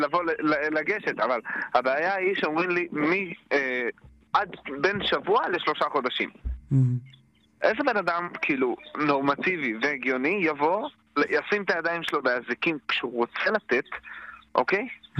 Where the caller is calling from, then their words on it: Migdal HaEmek, Northern District, Israel; אני מצפון הארץ. אתה נכון, מגדל העמק.